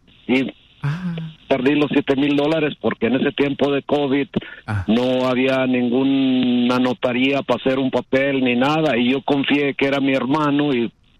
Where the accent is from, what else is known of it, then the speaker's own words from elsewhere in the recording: Zacatecas, Mexico; yo ya fui a Zacatecas, yo soy de Zacatecas, fui y la sembré ese año.